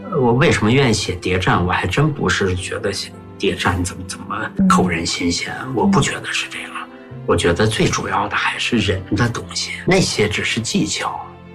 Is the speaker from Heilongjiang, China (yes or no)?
yes; Heilongjiang, China; 因为我本身是黑龙江人嘛，小说文目睹，我对那块土地特别熟悉嘛。